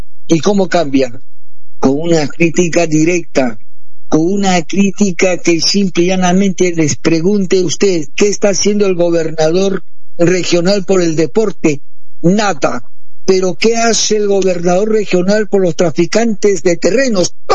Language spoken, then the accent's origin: Spanish; Peru; ¿A quién no le gustaría como peruano de que acá haya un mundial?